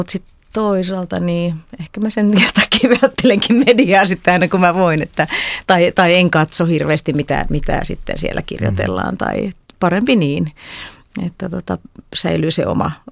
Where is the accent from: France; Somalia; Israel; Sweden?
France; siihen liittyy tietenkin se, että mä olen lapsuuteni viettänyt Ranskassa